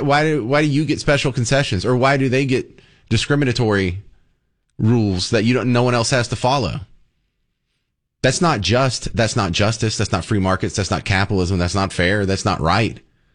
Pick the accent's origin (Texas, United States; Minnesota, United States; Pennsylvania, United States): Texas, United States; First off, that's not East Texas values. I'm from East Texas. That's not my values. I'm from East Texas.